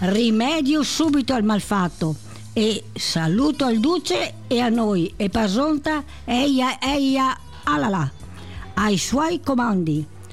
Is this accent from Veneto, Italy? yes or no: yes; Veneto, Italy; Allora, mi so veneta puro sangue, doc, tutto quanto.